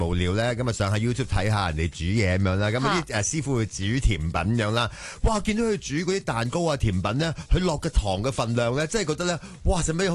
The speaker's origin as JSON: {"language": "Cantonese", "country": "Hong Kong", "said": "香港人呢一个物种咧，系一个好特别嘅物种嚟噶。"}